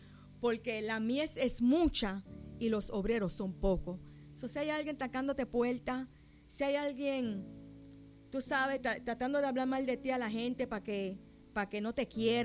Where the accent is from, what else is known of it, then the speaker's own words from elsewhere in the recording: St. Croix, U.S. Virgin Islands; ya yo estaba loca por llegar a mi St. Croix, hermano, porque yo nací aquí, yo me crié aquí, y esta es mi isla, y esta es mi tierra, y yo estoy orgullosa de mi isla y de mi tierra, y yo no la dejo por ningún otro lugar.